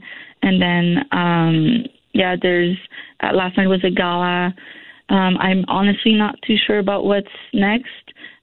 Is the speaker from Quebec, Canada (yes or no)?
yes; Montreal, Quebec, Canada; I'm originally from Montreal, but I'm moving to Nova Scotia.